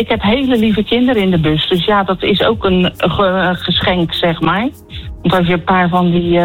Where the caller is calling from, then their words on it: Barendrecht, South Holland, Netherlands; Barendrecht.